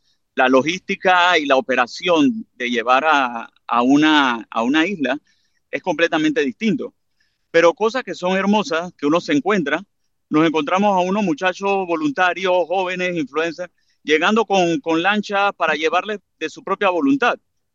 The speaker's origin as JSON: {"language": "Spanish", "country": "Panama", "said": "lo hablo como ingeniero, como panameño"}